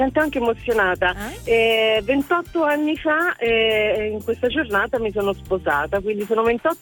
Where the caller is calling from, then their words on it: Bolsena, Lazio, Italy; sono di Bolsena, provincia di Viterbo